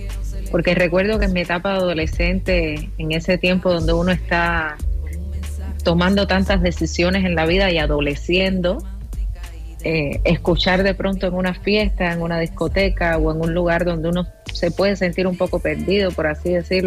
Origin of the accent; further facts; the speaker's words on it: Cuba; Sí, como buena cubana tengo música bailable